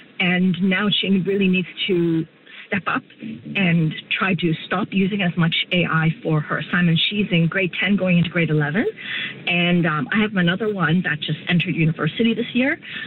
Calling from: York Region, Ontario, Canada; I'm calling from the York region, there's nothing.

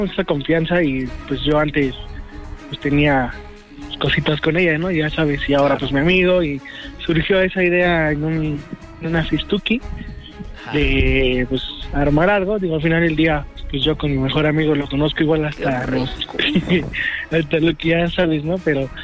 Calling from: Ixtapaluca, State of Mexico, Mexico; Soy de Ixtapaluca.

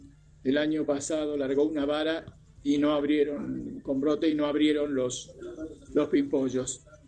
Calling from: Río Ceballos, Córdoba, Argentina; de Río Ceballos.

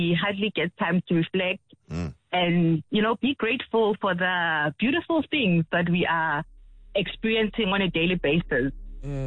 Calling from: Benoni, Gauteng, South Africa; I'm calling you from Benoni.

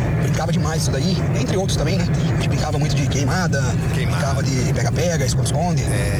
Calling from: São Carlos, São Paulo, Brazil; sou de São Carlos, São Paulo.

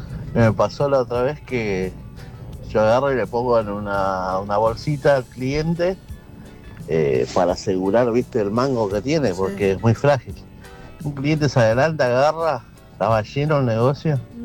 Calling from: Buenos Aires, Argentina; de Urquiza

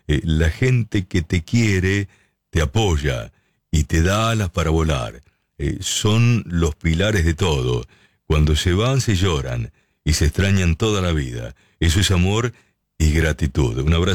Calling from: Sonora, Mexico; de Sonora, México.

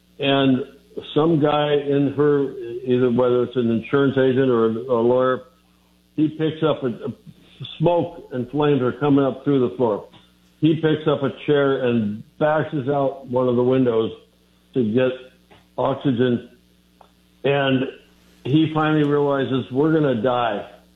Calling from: Tigard, Oregon, United States; It's Portland, Oregon. It's actually Tigard, Oregon. And don't say T-Guard, it's Tigard. But, it's just a suburb just southwest of Portland.

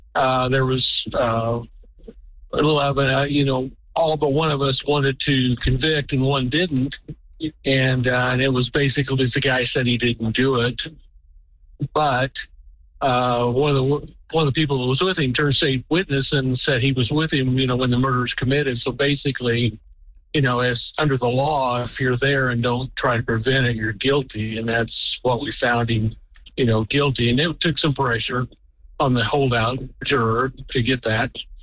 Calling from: Lenexa, Kansas, United States; I live in Lenexa.

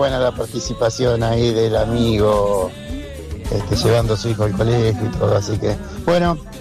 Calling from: Merlo, Buenos Aires Province, Argentina

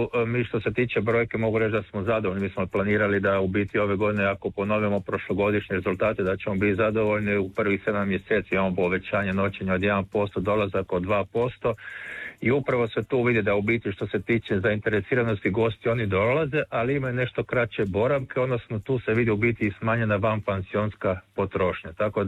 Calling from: Mali Lošinj, Primorje-Gorski Kotar County, Croatia; vama i svim slušateljima Radio Rijeke sa otoka Lošinja, otoka Vitalnosti.

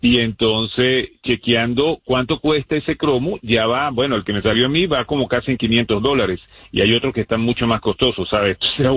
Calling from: Doral, Florida, United States; estoy cerca del Doral en este momento, escuchándolos ustedes.

